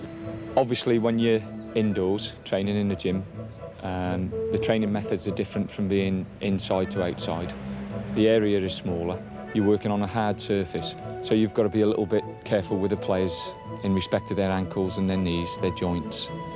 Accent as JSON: {"language": "English", "town": "Newport", "region": "Wales", "country": "United Kingdom", "tie": "born or raised there", "said": "I'm originally from South Wales. I was brought up in not far from the docks in Newport."}